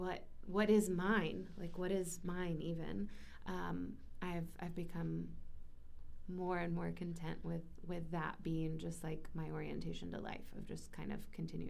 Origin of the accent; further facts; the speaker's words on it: Chattanooga, Tennessee, United States; moved away as an adult; also born or lived in Tri-Cities area (Bristol); I grew up in Chattanooga, and I moved back there now about 3.5 years ago, and I'm glad to call it home again. My family is still there, my parents and my sister